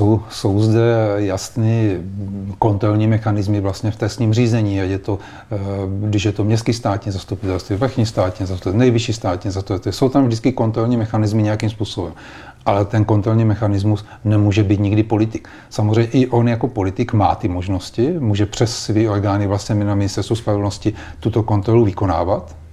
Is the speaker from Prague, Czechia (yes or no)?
no; Brno, South Moravian Region, Czechia; já jsem z Brna, tak samozřejmě vím, jak se v Brně o tom mluví